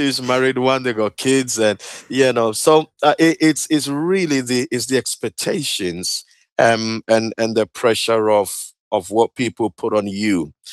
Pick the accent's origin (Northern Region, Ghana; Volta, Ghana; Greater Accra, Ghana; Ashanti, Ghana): Ashanti, Ghana; Kumasi; born there; I was born in Ghana, in a beautiful city called Kumasi. That's sort of the second capital of Ghana, for any of your listeners who may know, a nice West African country. And I was born in a Christian home.